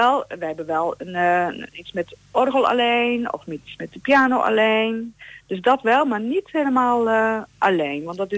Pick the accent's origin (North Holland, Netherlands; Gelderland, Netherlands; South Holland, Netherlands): Gelderland, Netherlands; Doornspijk; En wij komen uit Doorspijk bij Elburg. Dat is wel dichtbij.